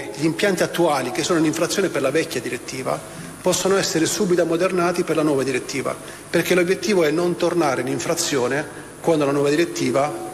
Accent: Basilicata, Italy; E ho saputo che ero lucano, saluto qui il senatore Rosa, ho detto bene, da Lucano finalmente avrai l'opportunità di lavorare in Basilicata

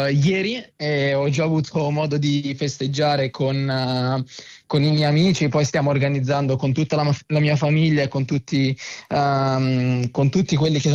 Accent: Santeramo in Colle, Apulia, Italy; moved away as an adult; now in Milan, Italy; io ho iniziato da molto giovane, quando avevo più o meno 7 anni, ovviamente per divertimento qua nel mio paese, Sant'Ermo in Colle.

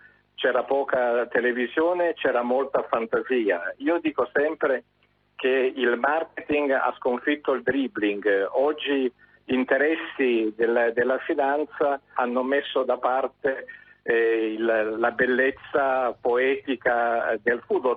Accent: Brazil; moved away; da bambino in Brasile tifavo per il Palmeiras

